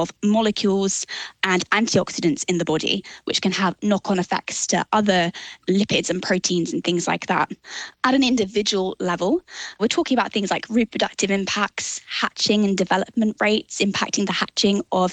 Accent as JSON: {"language": "English", "region": "South West England", "country": "United Kingdom", "tie": "born or raised there", "said": "I grew up in Devon in the UK. And as such, I've spent obviously a lot of time in and around the ocean."}